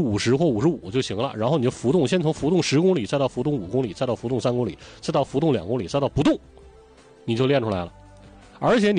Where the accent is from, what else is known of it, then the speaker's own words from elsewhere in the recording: Anshan, Liaoning, China; moved away; 我的老家是鞍山